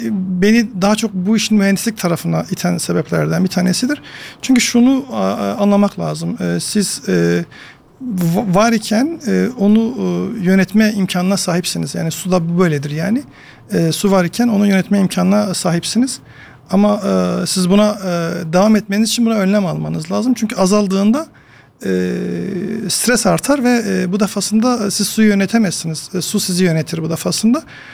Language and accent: Turkish; Diyarbakır, Diyarbakır Province, Turkey; Aslında Diyarbakır'daki ya da bizim bu bölgedeki birçok çocuk gibi ben de Dicle'nin kenarında büyüdüm, orada doğdum.